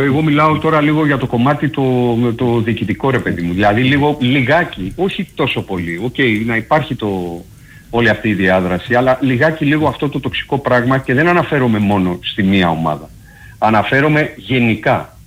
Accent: Chalandri, Attica, Greece; είμαι από Χαλάνδρη.

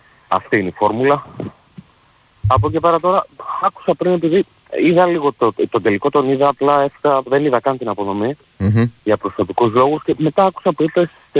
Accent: Nea Ionia, Attica, Greece; από τη Νέα Ιωνία.

